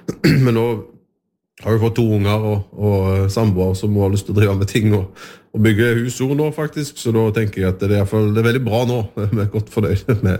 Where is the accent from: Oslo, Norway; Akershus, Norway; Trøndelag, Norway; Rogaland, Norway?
Rogaland, Norway; som vestlending og ute på Haugalandet med å bruke den, så det har føltes naturlig.